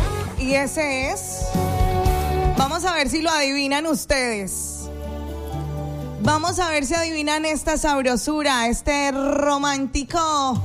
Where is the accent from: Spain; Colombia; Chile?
Colombia; Valle del Cauca; Somos del Valle